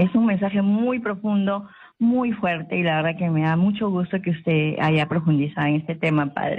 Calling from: Chiclayo, Lambayeque, Peru; Aló, estoy llamando de Chiclayo, padre.

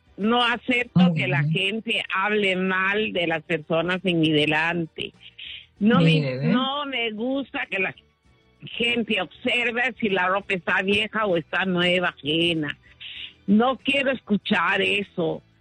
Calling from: Lima, Peru; Yo vivo en Los Olivos

